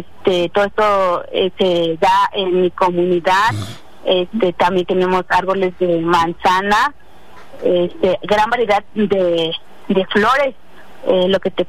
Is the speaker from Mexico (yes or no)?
yes; Oaxaca, Mexico; first language Triqui; Spanish is a second language; quiero dar un mensaje, un saludo en mi lengua materna, triqui alta